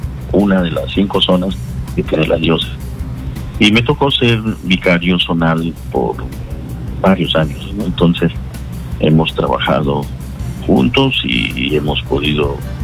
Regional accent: Peru; como cualquier peruano pasado los 50 años, de lo que vivimos.

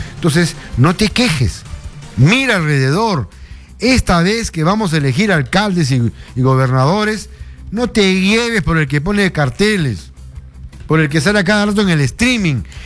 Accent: Peru; así somos los peruanos.

